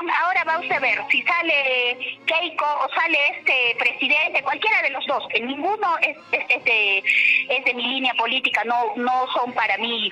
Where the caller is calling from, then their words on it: Cusco, Peru; en mi pueblo, en Quiabamba